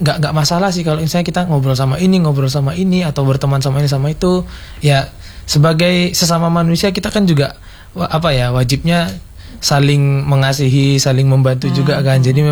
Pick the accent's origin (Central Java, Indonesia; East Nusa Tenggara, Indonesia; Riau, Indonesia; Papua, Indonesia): Riau, Indonesia; Pekanbaru; now in Jember, Indonesia; Jadi saya itu lahirnya di sini karena memang keluarga asli di sini, cuman karena orang tua bekerja di Riau di Pekanbaru, itu akhirnya saya pindah dari lahir.